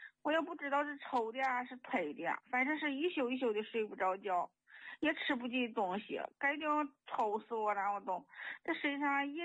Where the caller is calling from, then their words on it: Shaanxi, China; 啊，我是陕西的一个水患者。